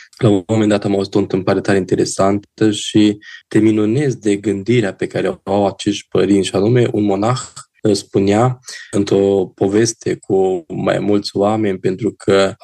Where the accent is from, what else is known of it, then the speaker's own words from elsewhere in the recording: Cluj-Napoca, Cluj County, Romania; Și am spus că suntem de la Cluj, un grup de pelerini tare frumos